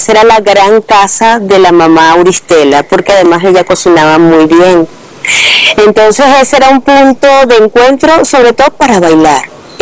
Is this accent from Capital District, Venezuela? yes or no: yes; Caracas, Capital District, Venezuela; Yo vengo también de San Agustín del Norte. Y cuando yo estudiaba en el Liceo Andrés Bello, ese fue mi liceo de mucha gente, artista también, yo recuerdo que bailábamos por toda la ciudad en lo que llamábamos los matinés.